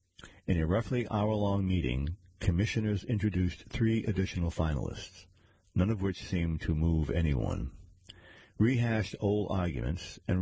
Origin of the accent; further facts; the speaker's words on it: Newton, Massachusetts, United States; now in New York, United States; I grew up in Newton and still wear my Red Sox cap all around New York, so leave me alone.